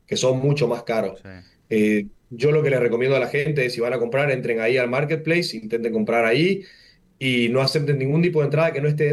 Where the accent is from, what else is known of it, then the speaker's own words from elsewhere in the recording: Argentina; a mí como argentino y como hincha de Boca y fanático de Diego